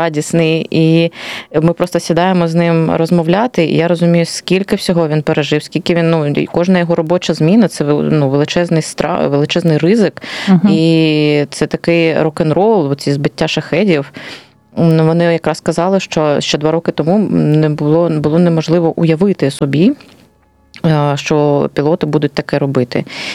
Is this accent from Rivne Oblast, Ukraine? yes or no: no; Kharkiv, Kharkiv Oblast, Ukraine; Я теж з Холодної Гори.